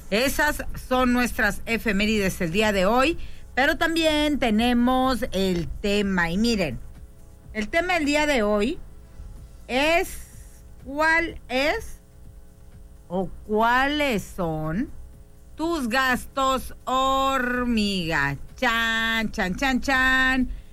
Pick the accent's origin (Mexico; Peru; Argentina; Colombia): Mexico; Mexicali, Baja California; soy de Mexicali, vivo muy a gusto aquí, no tengo pensado irme a vivir a Alaska ni a ningún otro lugar.